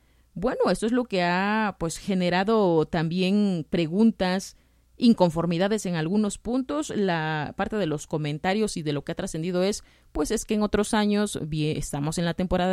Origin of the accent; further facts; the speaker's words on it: Oaxaca, Mexico; somos oaxaqueños